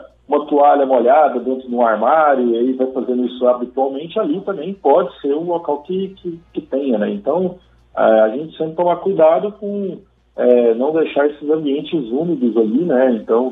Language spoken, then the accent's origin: Portuguese; Goiás, Brazil; Eu sou aqui do estado de Goiás